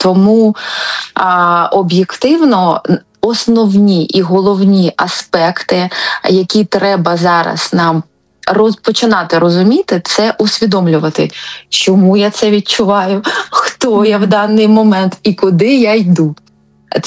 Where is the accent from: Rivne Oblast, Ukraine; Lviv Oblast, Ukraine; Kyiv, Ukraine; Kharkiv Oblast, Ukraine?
Kharkiv Oblast, Ukraine; Kharkiv; Особливо ми харків'яни